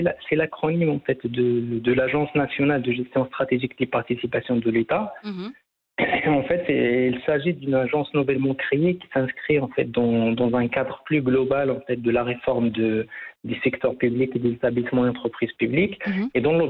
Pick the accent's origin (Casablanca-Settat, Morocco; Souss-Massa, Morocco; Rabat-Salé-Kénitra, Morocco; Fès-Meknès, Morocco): Souss-Massa, Morocco; Agadir; on voulait avec ma femme qui est de Fès et moi je suis d'Agadir.